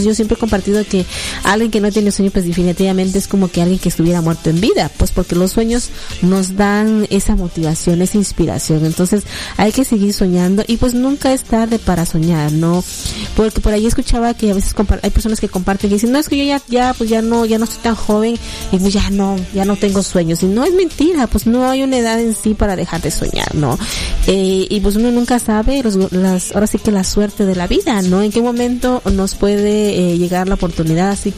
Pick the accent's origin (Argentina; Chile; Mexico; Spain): Mexico; como buen mexicana siempre lo dejamos para mañana